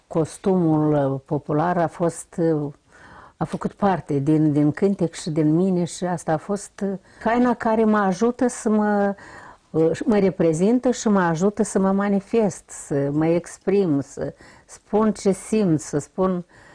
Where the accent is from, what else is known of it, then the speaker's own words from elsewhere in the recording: Manta, Cahul District, Moldova; Eu țin minte că noi ne sculam la 3 noaptea, amândouă, și ne duceam pe jos, de la Manta la Cahul, 14 kilometri, prin Glot